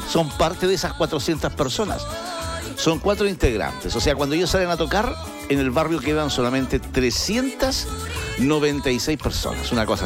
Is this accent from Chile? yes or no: yes; southern Chile, Chile; ya somos sureños.